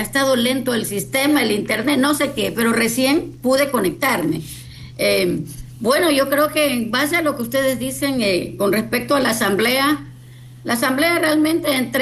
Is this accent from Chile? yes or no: no; Ecuador; Yo creo que hay muchas leyes que deberían pensarse como ecuatorianos para proteger a todo lo que es vulnerable en el Ecuador